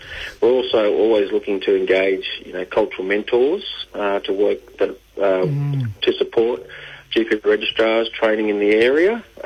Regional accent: New South Wales, Australia; I'm a proud Warramai and Bundjalung man. I'm born and bred on Biripi country in the North Coast, New South Wales.

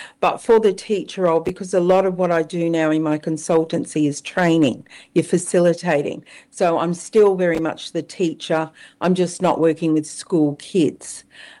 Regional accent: Darwin, Northern Territory, Australia; moved away; So I guess a really good childhood growing up in Darwin. My mother was part of the Stolen Generation.

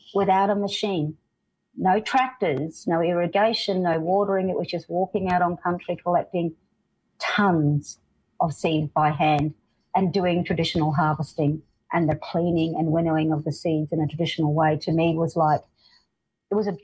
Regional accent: Northern Territory, Australia; also born or lived in Darwin, Australia; now in Alice Springs, Australia; I was born in Darwin but grew up a lot of my time in the desert.

